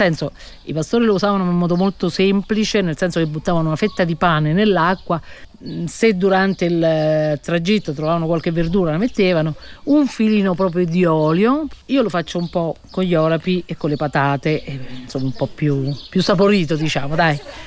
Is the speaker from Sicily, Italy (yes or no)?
no; Pescasseroli, Abruzzo, Italy; moved away as an adult; io sono di Pescasseroli